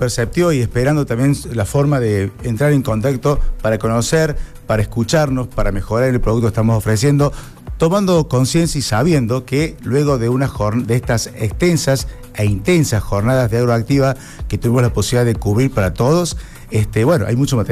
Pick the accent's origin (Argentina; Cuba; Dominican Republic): Argentina